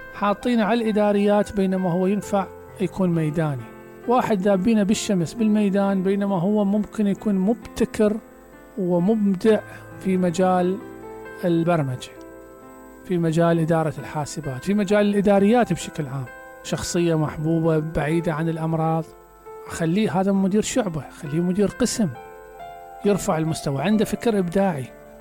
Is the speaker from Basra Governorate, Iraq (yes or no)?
yes; Basra Governorate, Iraq